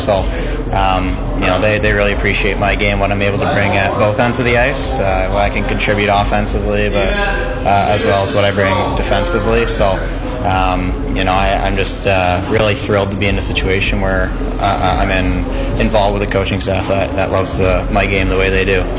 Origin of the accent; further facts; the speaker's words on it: Simcoe, Ontario, Canada; Yeah, well, I grew up in Simcoe, so that's like a small town, 30 minutes south of Brantford.